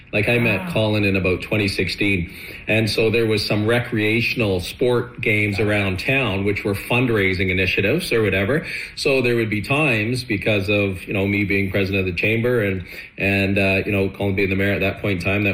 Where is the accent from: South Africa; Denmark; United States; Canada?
Canada; Oshawa, Ontario; now in Kelowna, Canada; I grew up playing hockey. Yes, I did. I grew up in Oshawa, Ontario, Canada.